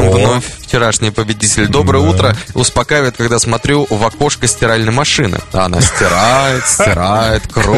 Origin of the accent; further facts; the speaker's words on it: Nikel, Murmansk Oblast, Russia; в детстве мы на Никеле проходили мимо одной пекарни